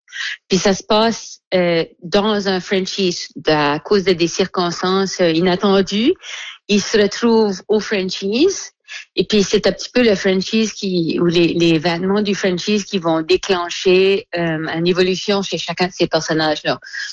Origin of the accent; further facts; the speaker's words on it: Dieppe, New Brunswick, Canada; now in Shediac, Canada; Là, moi, j'ai grandi à Dieppe.